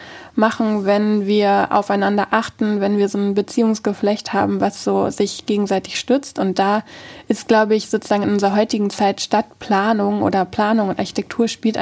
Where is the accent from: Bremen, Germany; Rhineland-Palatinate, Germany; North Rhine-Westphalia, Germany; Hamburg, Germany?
Hamburg, Germany; born or raised there